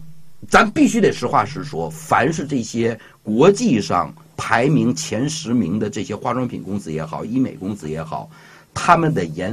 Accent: Northeast China, China; 因为我是东北人嘛，我们东北有一个字儿就形容这个女孩子

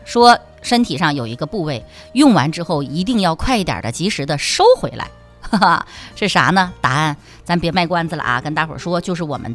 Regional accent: Northeast China, China; 咱们东北话

